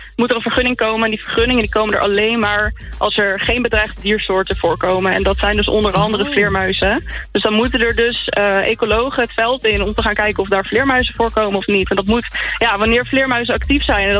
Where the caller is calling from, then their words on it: Aalsmeer, North Holland, Netherlands; Ik ben 24 en ik kom uit Alsmeer.